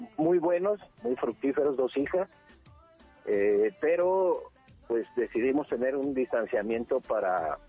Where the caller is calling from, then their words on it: Mexico City, Mexico; Ciudad de México, Alcaldía Tláhuac.